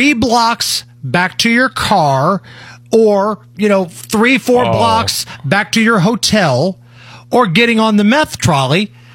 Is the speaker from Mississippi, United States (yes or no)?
no; Beech Grove, Indiana, United States; also born or lived in Muncie; I grew up in Beech Grove and went to school in Muncie.